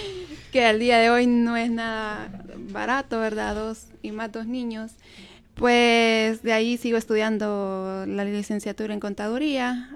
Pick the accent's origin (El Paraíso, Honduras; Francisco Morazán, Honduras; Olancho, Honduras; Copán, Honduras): Francisco Morazán, Honduras; Tegucigalpa; Pues mi vida, soy de Tegucigalpa, ¿verdad? Nazco aquí en Honduras, Tegucigalpa. Desde pequeña tuve muchas dificultades, ¿verdad?